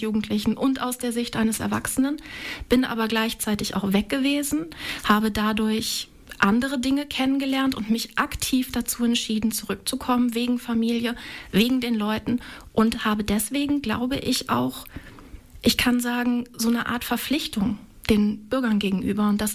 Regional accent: Bad Lauterberg, Lower Saxony, Germany; also born or lived in Northeim / Osterhagen / Barbis / Cologne; ich bin eben in Lauterberg geboren, ich bin dort aufgewachsen und ich kenne Bad Lauterberg noch ganz anders.

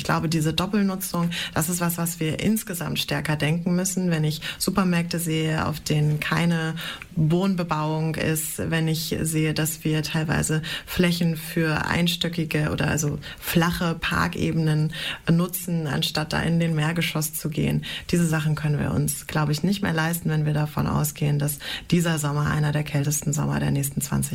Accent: Göttingen, Lower Saxony, Germany; born there; Ich als gebürtige Göttingerin

